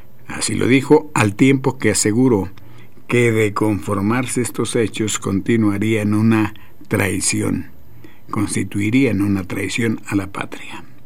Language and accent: Spanish; Chihuahua, Mexico; Voy a seguir defendiendo a Chihuahua porque es mi tierra, es mi trabajo.